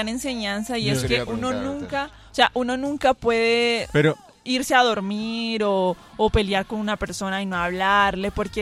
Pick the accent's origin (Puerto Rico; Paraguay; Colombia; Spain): Colombia; Barranquilla, Atlántico; accent: costeño; now in Bogotá, Colombia; yo vengo de Barranquilla